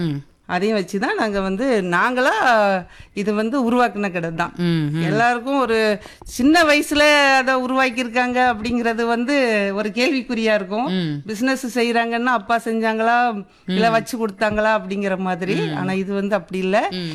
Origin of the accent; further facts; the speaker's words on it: Vazhavallan, Tamil Nadu, India; Vazhavallan.